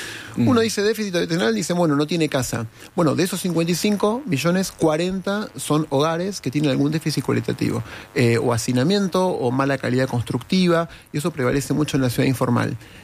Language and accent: Spanish; Argentina; ese tema nos debiera importar como argentinos, ¿no?